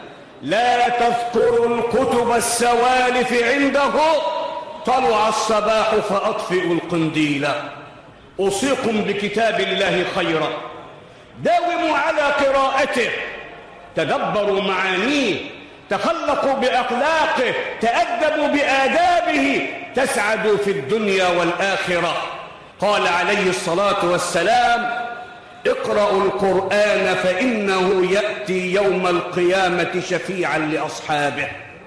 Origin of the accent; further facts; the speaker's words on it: Egypt; واحفظ بلدنا مصر